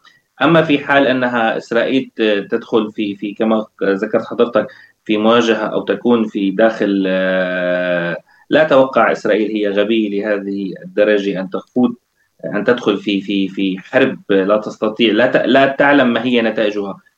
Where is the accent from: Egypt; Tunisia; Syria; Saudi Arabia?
Syria